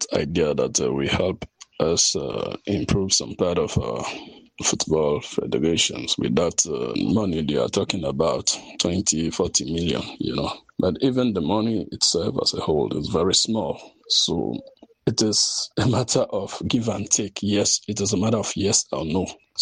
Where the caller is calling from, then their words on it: Southern Province, Sierra Leone; I'm calling from Bull City, Southern Sierra Leone.